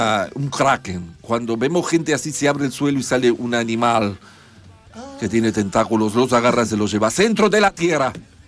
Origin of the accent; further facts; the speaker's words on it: Italy; Yo soy italiano, le dije recién, mire, y yo.